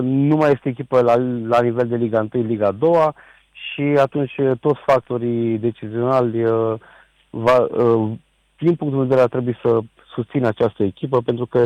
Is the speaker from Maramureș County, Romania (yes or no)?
no; Sibiu, Sibiu County, Romania; Șelimbărul este parte din Sibiu, este legat. Noi suntem toți sibieni, toți care suntem acolo, am crescut în Sibiu.